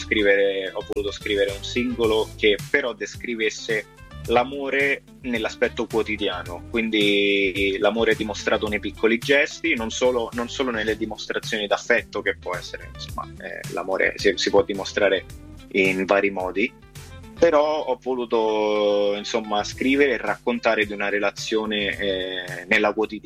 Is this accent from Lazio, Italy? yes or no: yes; Guidonia Montecelio, Lazio, Italy; also born or lived in Rome; io sono nato e cresciuto a Roma.